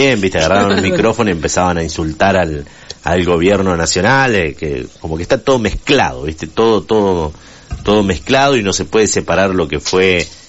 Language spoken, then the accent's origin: Spanish; Argentina; somos todos argentinos con variados gustos